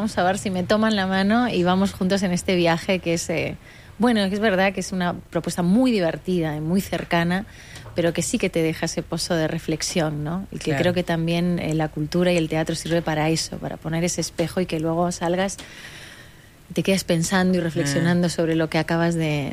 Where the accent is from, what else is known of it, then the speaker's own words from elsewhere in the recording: Spain; el privilegio que tenemos siendo mujeres españolas